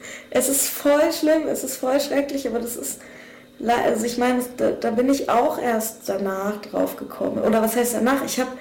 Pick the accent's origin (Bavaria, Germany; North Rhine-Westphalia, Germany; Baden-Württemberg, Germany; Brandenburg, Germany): Bavaria, Germany; meine Großeltern nicht in einer Stadt gelandet sind in Deutschland als GastarbeiterInnen, sondern halt auf dem bayerischen Dorf, gab es diese Kontakte auch gar nicht. Also wie gesagt, so eine türkische Community gab es nicht.